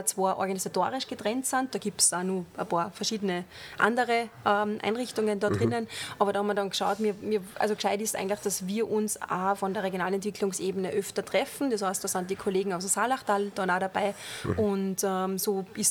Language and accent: German; Austria; Aber was dann denn wir als Österreicher lernen, also diese europäische Idee, da bin ich eine Vollgasverfechterin.